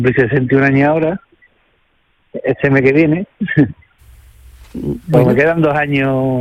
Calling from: Seville, Andalusia, Spain

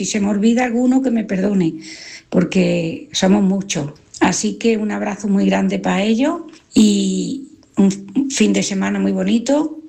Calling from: Jaén, Andalusia, Spain; Hola Manolo

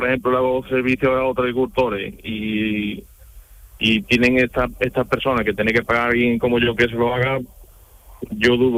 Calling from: Martín de la Jara, Andalusia, Spain; Pues ahora mismo estoy en el campo, arando. ¿Dónde? En Martín de la Jara.

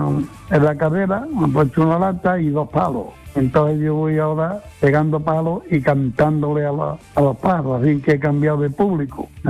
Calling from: Padul, Andalusia, Spain; de Padul.

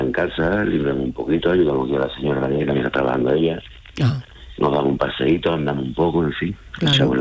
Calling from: Seville, Andalusia, Spain; Ah, sí, ya sé, la capital, aquí en Nervión.

